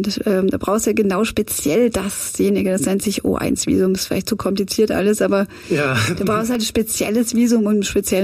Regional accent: Germany; moved away as an adult; now in Los Angeles, United States

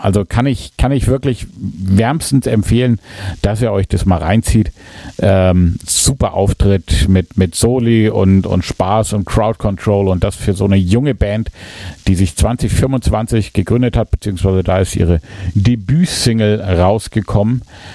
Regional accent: Erlangen, Bavaria, Germany; Kann man sich vielleicht als Franke und vor allen Dingen als Erlanger ganz gut merken

